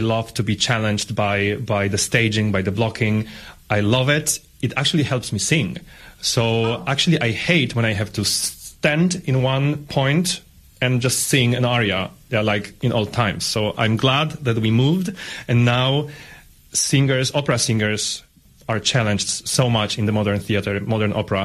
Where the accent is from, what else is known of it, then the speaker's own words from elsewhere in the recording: Poland; I'm a baritone from Poland.